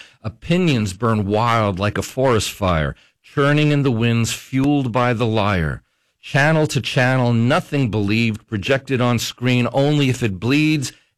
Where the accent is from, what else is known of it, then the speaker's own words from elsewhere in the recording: Kentucky, United States; born there; my home state here